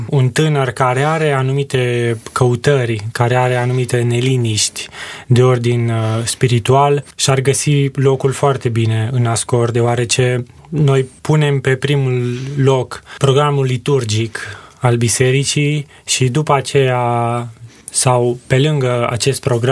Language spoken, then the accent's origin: Romanian; Orăștie, Hunedoara County, Romania; moved away as an adult; now in Cluj-Napoca, Romania; m-am născut în Orăștie, județul Hunedoara și ca formare școlară am urmat Colegiul Național Aurel Vlaicu din Orăștie